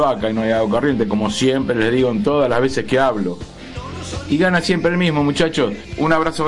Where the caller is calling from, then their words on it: José C. Paz, Buenos Aires Province, Argentina; Yo vivo en José C. Paz